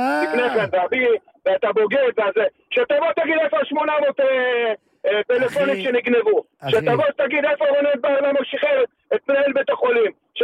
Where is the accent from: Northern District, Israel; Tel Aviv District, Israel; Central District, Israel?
Northern District, Israel; Nahariya; born there; also born or lived in Morocco; באנו, היינו ישר למעברות של נהריה, לפחונים